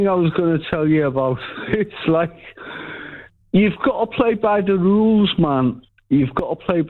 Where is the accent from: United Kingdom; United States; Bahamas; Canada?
United Kingdom; I'm still a British citizen, but I'm not a resident anymore.